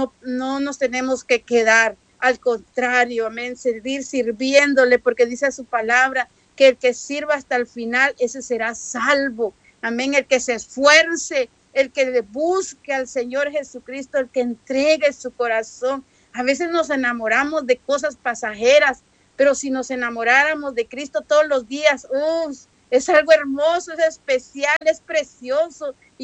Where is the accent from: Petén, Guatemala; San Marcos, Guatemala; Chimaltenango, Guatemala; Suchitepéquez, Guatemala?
Suchitepéquez, Guatemala; Mazatenango; moved away; yo soy también guatemalteca, soy de allá de Mazatenango